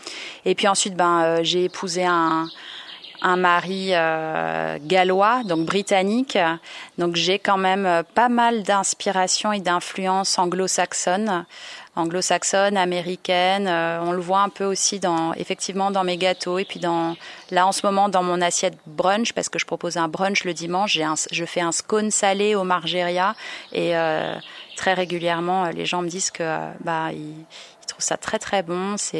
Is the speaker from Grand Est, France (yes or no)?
yes; Strasbourg, Grand Est, France; born there; moved away as an adult; also born or lived in Germany; moi je suis originaire de Strasbourg, donc évidemment j'ai des racines et des traditions alsaciennes assez fortes. Et puis comme je l'ai dit tout à l'heure, j'ai vécu en Allemagne pendant 10 ans.